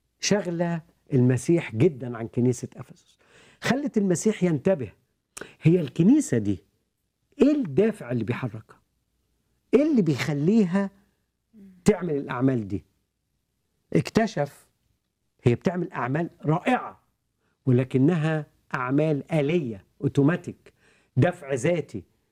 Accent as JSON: {"language": "Arabic", "country": "Egypt", "moved": "yes", "lives_now": "United States", "said": "من مصر الى امريكا، انا سبت مصر بثقافة مصر،"}